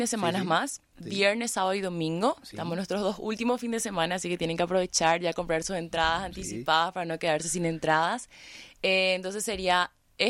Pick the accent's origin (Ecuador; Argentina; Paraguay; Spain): Paraguay; Santa Rita, Alto Paraná; now in Asunción, Paraguay; Yo soy oriunda de Santa Rita